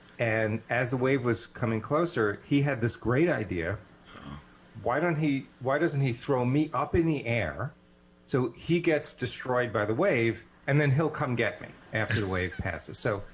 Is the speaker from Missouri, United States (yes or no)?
no; New York City, New York, United States; I grew up in Coney Island